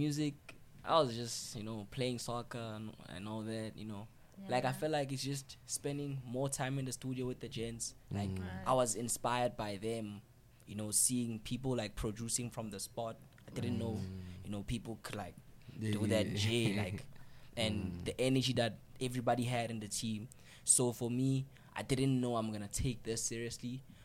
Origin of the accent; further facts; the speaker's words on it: Gauteng, South Africa; also born or lived in Vosloorus; now in Alberton, South Africa; … is a young nigga from the East Rand, you know. I was born in Fort Loras, grew up in Sprayview, but currently residing in Alberton Brecon Downs.